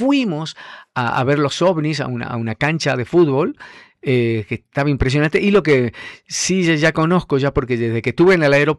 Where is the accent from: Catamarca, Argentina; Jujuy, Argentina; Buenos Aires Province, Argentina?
Jujuy, Argentina; muy contento de ir como argentino y como jujeño a Estados Unidos